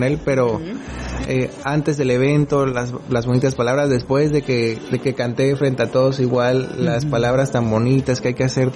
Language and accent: Spanish; Campeche, Mexico; aquí esta es mi tierra, yo amo Campeche